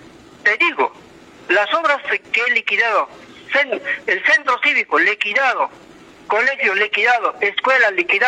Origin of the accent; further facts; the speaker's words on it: Puno, Peru; Soy conocedor y soy poblador de Cuturapi, conozco la realidad.